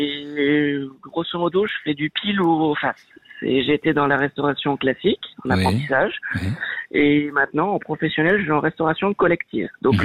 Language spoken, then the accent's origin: French; France; nationalité française, je suis français.